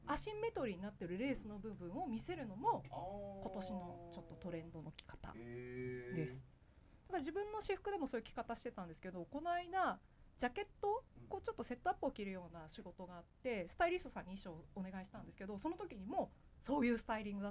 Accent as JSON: {"language": "Japanese", "region": "Tottori", "country": "Japan", "moved": "as an adult", "lives_now": "Tokyo, Japan", "said": "いや鳥取にないブランドがいっぱいあるから、"}